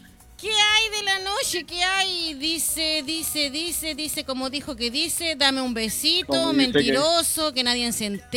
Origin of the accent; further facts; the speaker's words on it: Peumo, O'Higgins, Chile; yo soy de Peumo, yo amo Peumo.